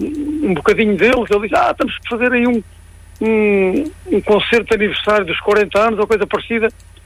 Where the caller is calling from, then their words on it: Lisbon, Portugal; Eu estou a falar de Lisboa.